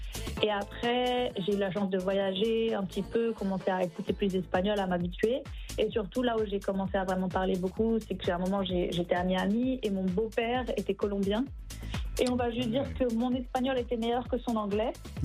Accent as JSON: {"language": "French", "country": "Haiti", "said": "en fait je viens d'Haïti mais j'ai une réalité relativement privilégiée on va dire là-bas"}